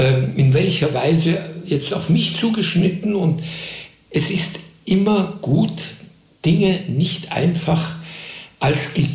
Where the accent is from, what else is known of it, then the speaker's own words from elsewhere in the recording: Austria; Ich musste als Österreicher in jedem deutschen Engagement, Arbeitsbewilligung, Aufenthaltsgenehmigung